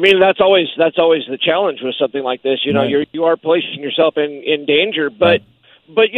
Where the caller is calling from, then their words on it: Oregon, United States; We're all citizens of Oregon